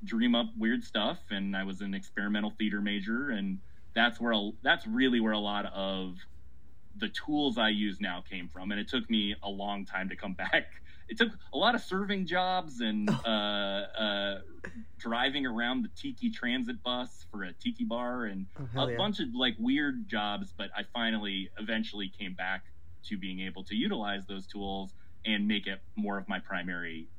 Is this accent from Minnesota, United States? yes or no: yes; Minnesota, United States; also born or lived in Ohio / Chicago; now in Portland, United States; I grew up in the Midwest, like any modern Portlander. And I grew up in Minnesota. Spent most of my like 20s I went to school in Ohio and then lived in Chicago for most of my 20s. So that's definitely where my roots are